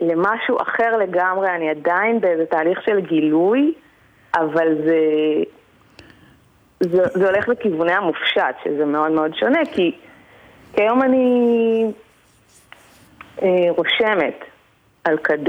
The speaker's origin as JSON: {"language": "Hebrew", "town": "Ashdot Ya'akov", "region": "Northern District", "country": "Israel", "said": "אני באה מעמק הירדן, מאשדות יעקב."}